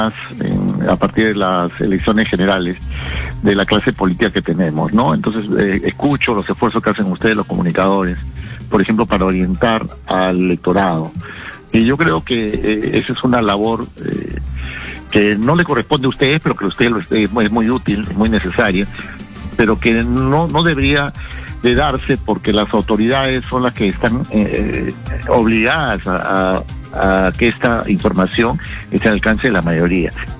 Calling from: Peru; ni como peruanos

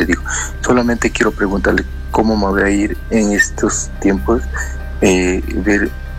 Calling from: Cajamarca, Peru; De Cajamarca

